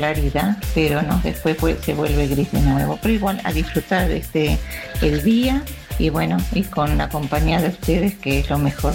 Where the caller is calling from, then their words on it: Montevideo, Uruguay; de Malvin.